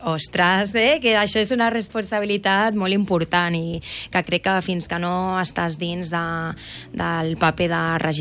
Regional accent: Rubí, Catalonia, Spain; de la meva ciutat, d'on soc des de ben petitona.

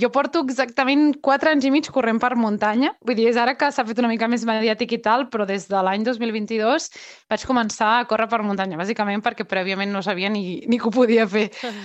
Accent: Vilassar de Mar, Catalonia, Spain

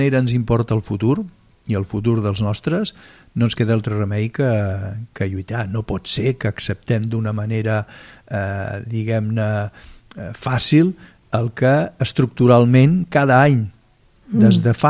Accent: Catalonia, Spain; com a catalans al nostre país

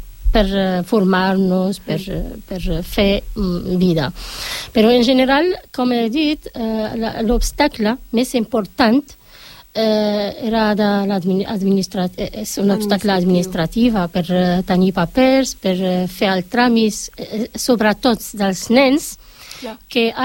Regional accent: Morocco; Catalan is a second language; moved away as an adult; now in Barcelona, Spain; soc del Marroc, una dona, una mare de tres fills adolescents, tinc 43 anys. Vaig venir aquí, porto aquí a Barcelona fa tres anys

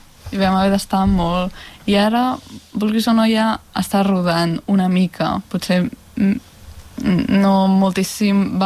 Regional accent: Terrassa, Catalonia, Spain; Jo soc de Terrassa, tu ets de Tarragona

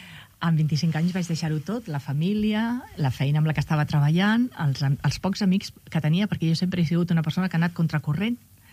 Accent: Barcelona, Catalonia, Spain; born there; Doncs vaig néixer a Barcelona, ara farà 62 anys, a la zona de l'Eixample. Ara visc a les Corts.

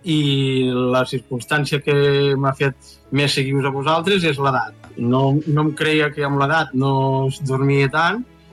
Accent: Aitona, Catalonia, Spain; I jo soc d'Aitona i me guio perquè a dalt Aitona està rodejat per una serra.

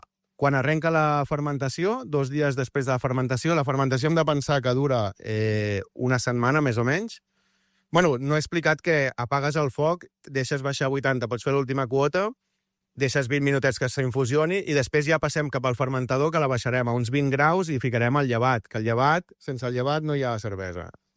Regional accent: Arenys de Mar, Catalonia, Spain; Arenys de Mar, sempre. Capital de l'Almaresma.

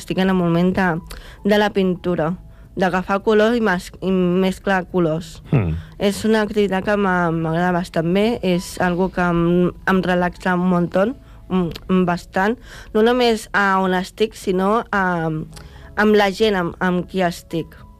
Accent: Cunit, Catalonia, Spain; No, sóc de Cunit.

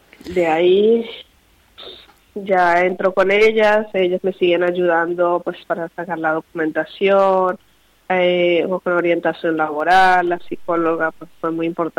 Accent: Colombia; born there

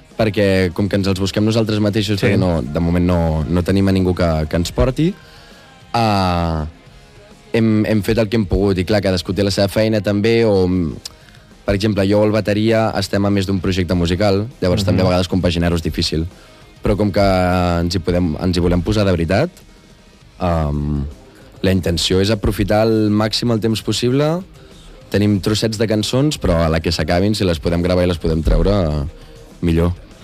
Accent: El Vendrell, Catalonia, Spain; I, o sigui, el fet de ser de Vendrell de tota la vida, et donar la tranquil·litat...

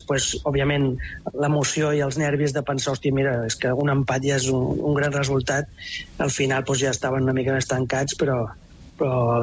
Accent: Guimerà, Catalonia, Spain; also born or lived in Sabadell / Balearic Islands / Canary Islands; now in Cape Verde; Vaig néixer a Sabadell, vaig criar a Guimerà, en un poblet de Lleida.

